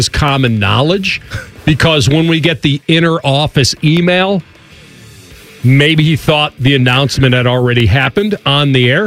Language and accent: English; Chicago, Illinois, United States; like me growing up in Chicago and covering those Bulls runs